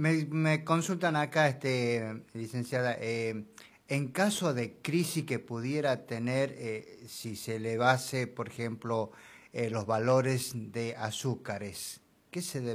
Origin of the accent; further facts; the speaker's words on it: Argentina; como argentino que somos y que nos gusta el mate amargo